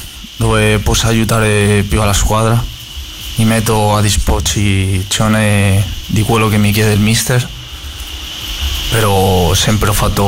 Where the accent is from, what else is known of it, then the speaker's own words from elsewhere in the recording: Spain; now in Italy; Sono troppo felice alla fine nel mio paese dove sono cresciuto